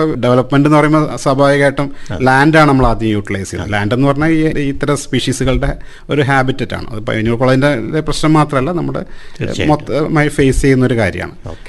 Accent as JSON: {"language": "Malayalam", "town": "Pariyaram", "region": "Kerala", "country": "India", "tie": "born or raised there", "said": "അപ്പോൾ ഞാൻ പരിയാരം സ്വദേശിയാണ്. അപ്പോൾ നമ്മൾ വൈകുന്നേരങ്ങളൊക്കെ പരിയാരത്ത് പണ്ടത്തെ TB സാനിറ്റോറിയം ഉള്ള സമയത്ത് വിശാലമായ കുന്നു"}